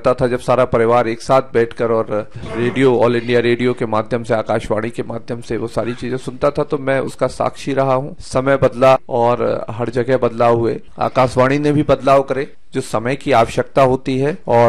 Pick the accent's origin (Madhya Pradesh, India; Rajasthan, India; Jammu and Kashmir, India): Madhya Pradesh, India; Chhatarpur; हमारे छतरपुर को सबसे बड़ी सौगात इस आकाशवाणी ने दी है, वो हमारे बोलने का लहजा है जो एकदम बदल के ही रख दिया।